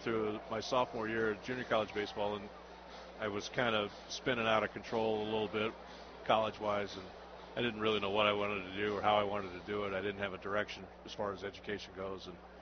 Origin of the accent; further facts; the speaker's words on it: West Des Moines, Iowa, United States; I'm from West Des Moines